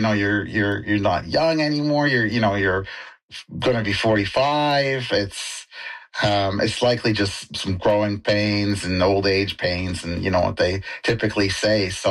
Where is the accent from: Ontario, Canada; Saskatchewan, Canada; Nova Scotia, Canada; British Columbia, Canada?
British Columbia, Canada; Maple Ridge